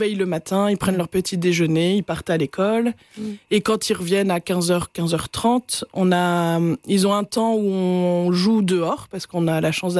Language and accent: French; Lille, Hauts-de-France, France; En fait, donc je suis originaire de Lille.